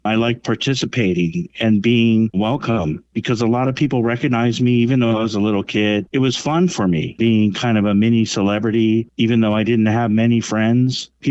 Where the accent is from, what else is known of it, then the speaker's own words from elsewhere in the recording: Lahaina, Hawaii, United States; moved away; I grew up in Lahaina, and my father owned MCTV Channel 7.